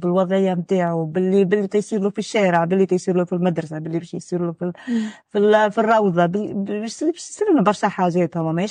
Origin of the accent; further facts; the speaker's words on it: Gafsa, Gafsa Governorate, Tunisia; أنا من قفصة